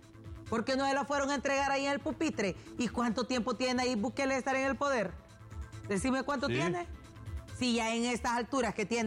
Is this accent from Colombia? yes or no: no; Honduras; Yo como hondureña